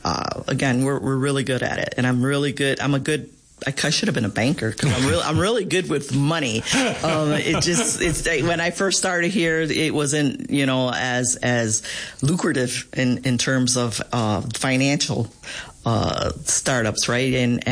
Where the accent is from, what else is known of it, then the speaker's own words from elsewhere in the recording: Buffalo, New York, United States; Being born and raised in Buffalo and living most of my life on the west side